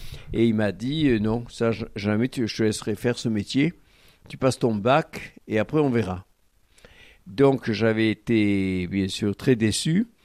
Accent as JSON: {"language": "French", "town": "Barcelonnette", "region": "Provence-Alpes-Côte d'Azur", "country": "France", "tie": "born or raised there", "said": "parce que j'ai été élevé en partie à Barcelonnette dans l'année et j'allais passer mes vacances à Saint-Tropez."}